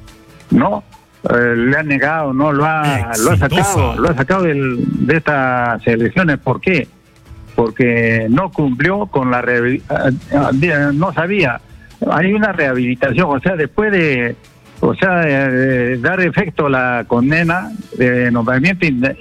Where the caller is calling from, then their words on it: Ilo, Moquegua, Peru; Puerto Hilo